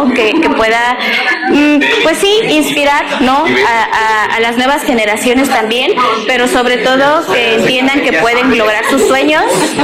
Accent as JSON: {"language": "Spanish", "town": "San Juan Chamula", "region": "Chiapas", "country": "Mexico", "said": "hablo de los pueblos originarios porque soy del pueblo de San Juan Chamula."}